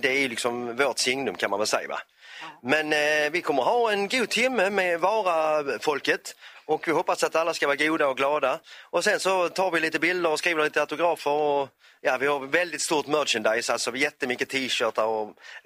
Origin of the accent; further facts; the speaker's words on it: Helsingborg, Skåne, Sweden; Vi är från Helsingborg, hela klanen.